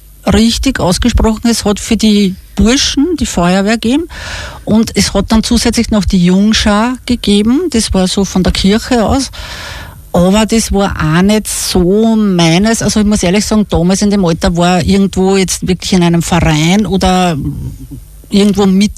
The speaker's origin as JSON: {"language": "German", "town": "Obergrafendorf", "region": "Lower Austria", "country": "Austria", "tie": "born there", "said": "bei uns war es ja so in Obergrafendorf, also man hat sich da dann im Ort getroffen."}